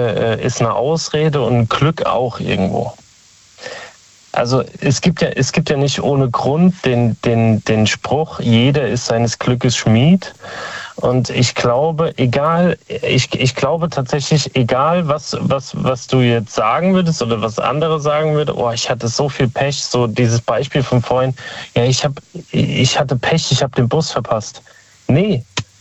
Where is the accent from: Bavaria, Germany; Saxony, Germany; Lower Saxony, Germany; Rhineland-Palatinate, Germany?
Rhineland-Palatinate, Germany; Speyer; Aus Speyer.